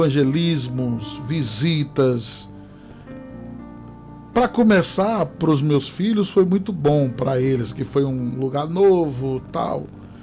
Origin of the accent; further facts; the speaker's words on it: Porto Seguro, Bahia, Brazil; also born or lived in Goiás; fiquei cerca de uns 3 a 4 anos pastoreando aqui em Porto, que é minha cidade natal, Porto Seguro, e fui para o Goiás, o entorno de Brasília